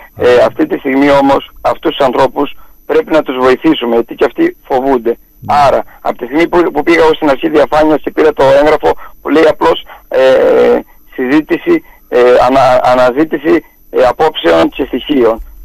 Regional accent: Greece; Εμείς είμαστε Έλληνες. Είμαστε Έλληνες και αγαπάμε την Ελλάδα. Έχουμε αποφασίσει να επενδύουμε εδώ και να ζούμε εδώ και να δημιουργούμε.

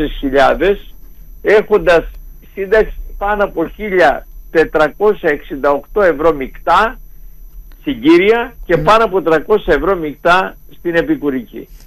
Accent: Western Greece, Greece; moved away; από την ιδιαίτερη πατρίδα μου, από την Ηλία

